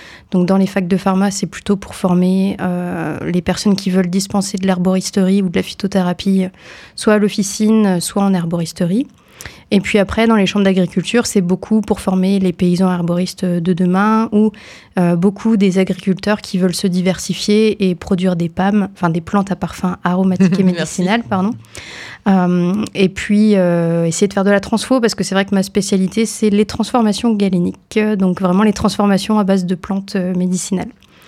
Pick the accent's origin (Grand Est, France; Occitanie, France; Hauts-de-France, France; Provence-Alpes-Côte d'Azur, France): Grand Est, France; accent: Ardennes; now in Nyons, France; je suis pas originaire de la Drôme du tout. Peut-être certains reconnaîtront mon accent ardennais, je ne sais pas.